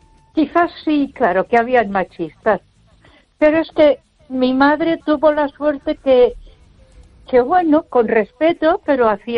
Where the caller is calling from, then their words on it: Ponferrada, Castile and León, Spain; de Ponferrada.